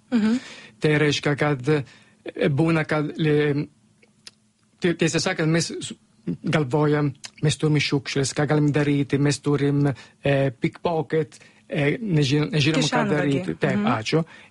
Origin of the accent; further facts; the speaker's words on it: Italy; Lithuanian is a second language; moved away as an adult; now in Lithuania; bet aš esu italas.